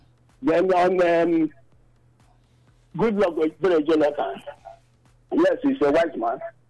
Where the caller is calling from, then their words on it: Nigeria; I'm calling from Old Town Community.